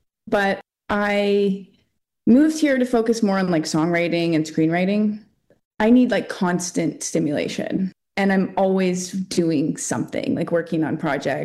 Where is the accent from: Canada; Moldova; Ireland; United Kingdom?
Canada; moved away as an adult; now in Los Angeles, United States; I'm a Canadian living in LA. I have a band called … we just released our first record. I moved to LA about 8 years ago.